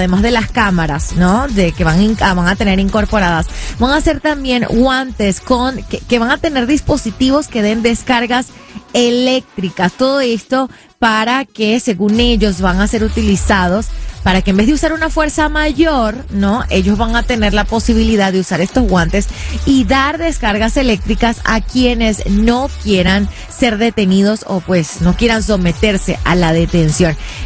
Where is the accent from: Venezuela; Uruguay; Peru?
Venezuela; moved away; yo soy venezolana